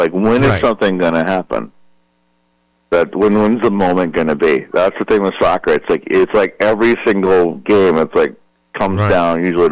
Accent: United States; Like everybody in Lawrence, Kansas learned the Algerian national anthem. I was very, very proud of that as an American.

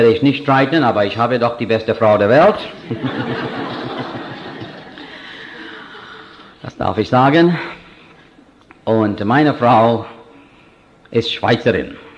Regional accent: India; Ich bin Inder. Ich liebe Indien. Ich liebe mein indisches Volk.

